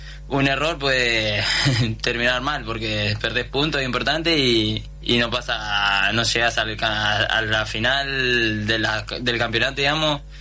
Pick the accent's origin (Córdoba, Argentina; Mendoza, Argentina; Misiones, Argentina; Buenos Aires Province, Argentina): Buenos Aires Province, Argentina; Pablo Podestá; now in Villa Regina, Argentina; Sí, yo soy de Buenos Aires. Yo soy de allá del lado 3 de febrero, lado provincia. Soy de Pablo Podestá.